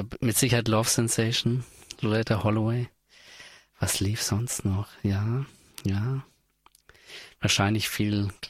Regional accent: Bavaria, Germany; Ich bin in Franken aufgewachsen.

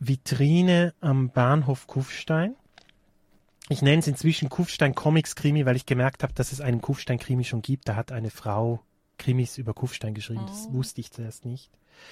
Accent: Altstätten, St. Gallen, Switzerland; moved away as an adult; also born or lived in Zurich; ich bin in Altstetten aufgewachsen, das ist eine kleine Stadt im St. Galler Rheintal, erzkonservativ, also mindestens so konservativ wie Tirol.

